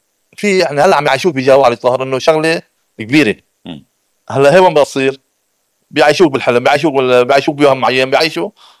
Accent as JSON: {"language": "Arabic", "country": "Lebanon", "said": "نحن علينا واجبات كلبنانيين"}